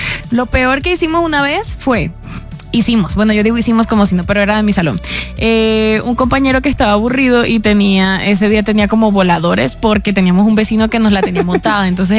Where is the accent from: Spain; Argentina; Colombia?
Colombia; Cereté, Córdoba; Cereté Córdoba.